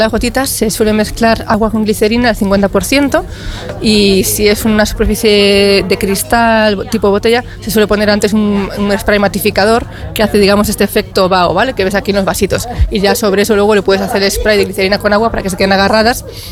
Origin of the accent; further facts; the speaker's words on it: Vigo, Galicia, Spain; moved away as an adult; also born or lived in Madrid; now in Arcos, Spain; Pues yo soy gallega, de Vigo, y estudié en Madrid.